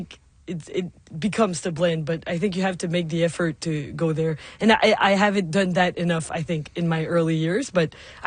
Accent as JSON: {"language": "English", "town": "Dieppe", "region": "New Brunswick", "country": "Canada", "tie": "born or raised there", "said": "especially growing up in Dieppe, right close to Moncton, is that the community is so there for you."}